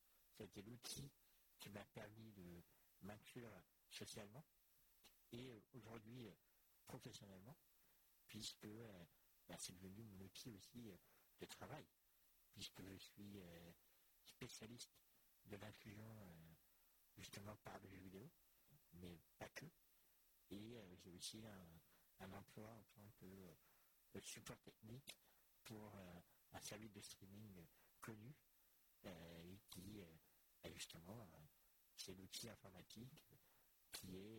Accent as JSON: {"language": "French", "region": "Centre-Val de Loire", "country": "France", "tie": "born or raised there", "lives_now": "Caen, France", "said": "Alors moi, je suis né à Cher, dans l'Inde. Donc j'ai vécu une bonne partie de ma jeunesse donc dans un cadre du tout rural, puisque j'habitais une petite commune qui s'appelait Conduit, qui avait à peu près 1000 habitants, pas plus."}